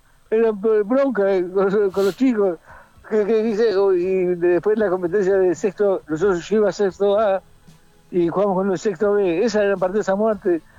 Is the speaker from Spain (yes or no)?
no; Castelar, Buenos Aires Province, Argentina; born there; Sí, de pie en Castelar.